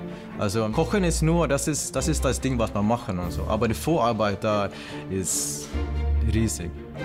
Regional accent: Sweden; German is a second language; moved away as an adult; also born or lived in South Korea; now in Andernach, Germany; Ich bin adoptiert vom Südkorea und aufgewachsen in Schweden. Klar, ich bin Schwede in meinem Herz irgendwie, aber auch nicht. Und das macht alles so kompliziert. Und jetzt bin ich in Deutschland seit 10 oder 11 Jahren.

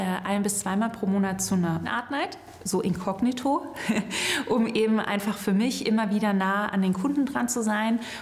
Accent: Baden-Württemberg, Germany; Freiburg, sogar in Villingen, Schwenningen, da komme ich ganz in der Nähe von her. Ich bin mit meiner Mama alleine groß geworden auf der Schwäbischen Alb, angrenzend am Schwarzwald. Wir hatten nicht viel Geld und wir mussten jeden Cent umdrehen.

